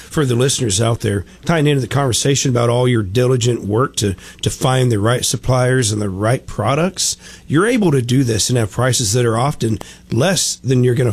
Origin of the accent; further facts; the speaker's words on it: Kansas, United States; I grew up in Kansas. We have cows.